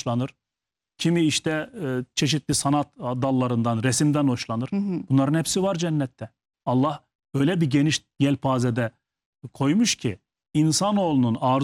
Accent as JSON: {"language": "Turkish", "region": "Burdur", "country": "Turkey", "said": "Burdurluyum ya."}